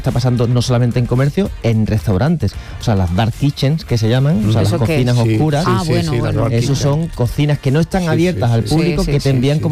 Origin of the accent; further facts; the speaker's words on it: Cádiz, Andalusia, Spain; born there; yo nací en Cádiz